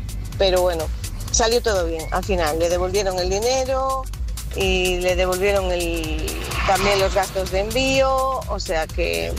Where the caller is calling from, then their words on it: Pontevedra, Galicia, Spain; Te llamo desde Pontevedra.